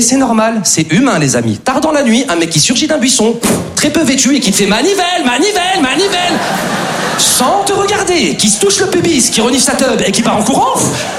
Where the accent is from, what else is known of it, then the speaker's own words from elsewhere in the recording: Lyon, Auvergne-Rhône-Alpes, France; now in Paris, France; Moi, comme beaucoup d'entre vous, les amis, je suis originaire de province, je suis originaire de Lyon. Et c'est vrai qu'avant de m'installer sur Paris, j'avais des petites appréhensions sur cette ville, tu vois.